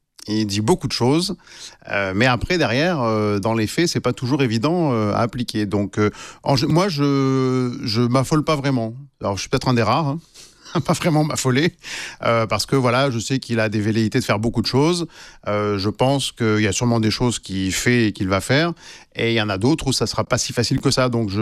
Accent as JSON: {"language": "French", "town": "Nice", "region": "Provence-Alpes-Côte d'Azur", "country": "France", "tie": "born or raised there", "also_born_or_lived": "Lyon / Paris", "moved": "as an adult", "lives_now": "Los Angeles, United States", "said": "C'est que donc maintenant, j'habite à Los Angeles. Donc j'habite à Los Angeles, même si je suis un enfant de Nice. De Nice. Je suis passé par Paris, donc, et puis je suis à Los Angeles depuis 2012."}